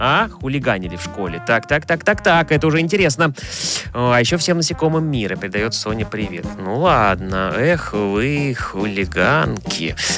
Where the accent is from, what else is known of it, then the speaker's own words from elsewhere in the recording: Korolyov, Moscow Oblast, Russia; мне 13 лет, я из Королёва.